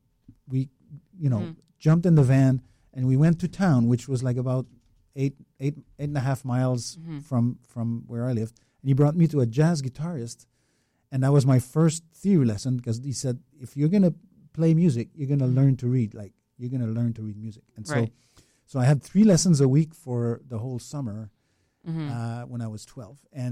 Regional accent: Quebec, Canada; also born or lived in Montreal; now in Orlando area, United States; forgive the accent, but I was born in Montreal and raised in the mountains north of Montreal.

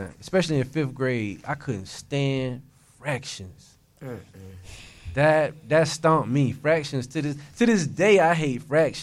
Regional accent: Orlando, Florida, United States; I was raised in Orlando. I'm talking about Palermo. I'm talking about Westmoreland, OBT, all of that.

